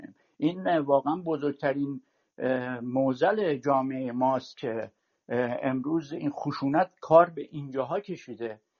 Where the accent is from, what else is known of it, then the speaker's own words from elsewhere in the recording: Iran; moved away; من الان 37 سالی که خارج از ایرانم